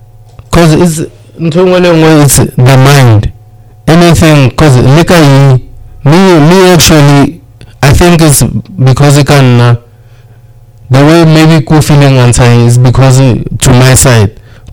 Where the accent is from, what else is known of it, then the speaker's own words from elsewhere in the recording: Limpopo, South Africa; Yeah, I came from Limpopo, straight back.